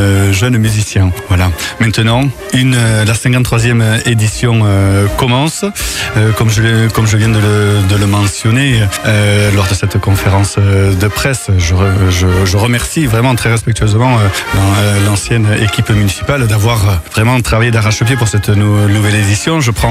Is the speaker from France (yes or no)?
yes; Condom, Occitanie, France; quand on dit qu'on est de Condom, quand je dis que je suis le maire de Condom, tout de suite c'est le festival de Mandas à laquelle on pense.